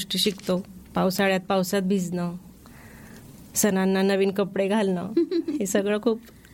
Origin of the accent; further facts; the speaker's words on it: Chahardi, Maharashtra, India; माझे बालपण चोपड्या तालुक्यातील चहाडी या गावात झाले।